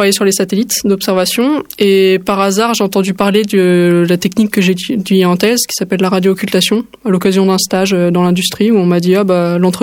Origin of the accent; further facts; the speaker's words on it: Île-de-France, France; moved away as an adult; now in Toulouse, France; je suis pas originaire de Toulouse à la base, j'ai grandi en banlieue parisienne à côté de Créteil, donc j'ai fait mon lycée là-bas, ma prépa là-bas